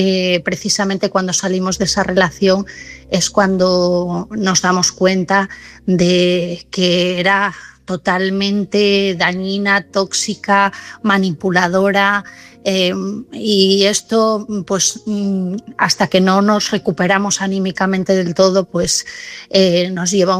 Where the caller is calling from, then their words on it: Asturias, Spain; de Asturias.